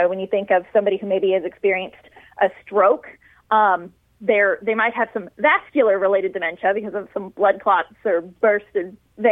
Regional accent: La Monte, Missouri, United States; I grew up in Lamont, graduated from there a few years ago.

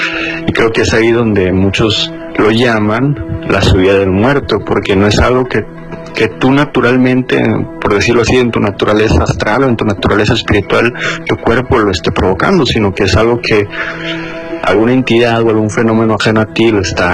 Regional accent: Monterrey, Nuevo León, Mexico; a mi ciudad de origen, de Monterrey

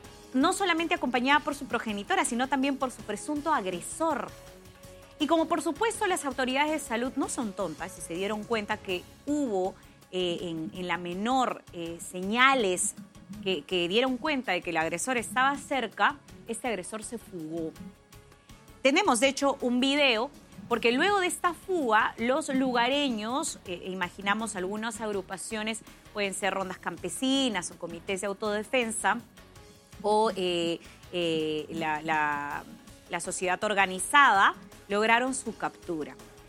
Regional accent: Tocache, San Martín, Peru; si lo que ocurre en Tocache, mi tierra

